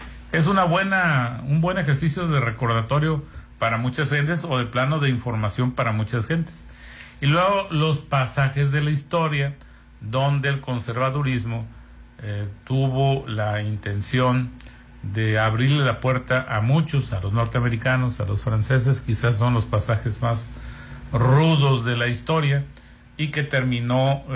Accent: Mexico; ahora somos los mexicanos retrasados mentales

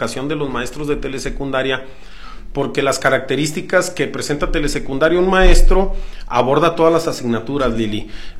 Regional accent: Tlahualilo, Durango, Mexico; also born or lived in Gómez Palacio; now in Durango, Mexico; yo soy originario de Tlahualilo

